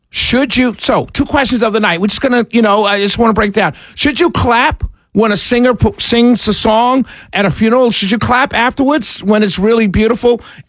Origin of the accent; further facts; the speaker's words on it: New York City, New York, United States; now in the South, United States; I grew up Presbyterian in Harlem, New York. And that's how kind of we are. But I moved to the South where the Baptist church